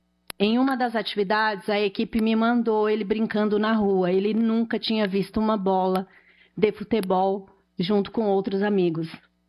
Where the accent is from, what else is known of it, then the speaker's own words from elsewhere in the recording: São Paulo, Brazil; Eu sou da região de Emboimirim